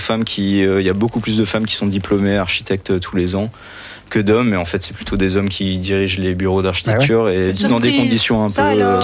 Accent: France; moved away as an adult; now in Belgium; Non, je suis français.

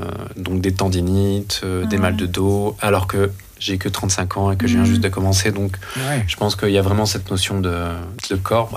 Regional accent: France; now in Brussels, Belgium; Moi je suis français. Mais voilà, j'ai emménagé ici en 2016.

